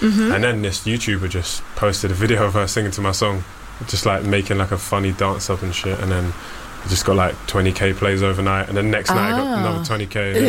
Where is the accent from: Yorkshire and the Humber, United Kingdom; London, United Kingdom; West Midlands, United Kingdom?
London, United Kingdom; I'm 21. I'm from South London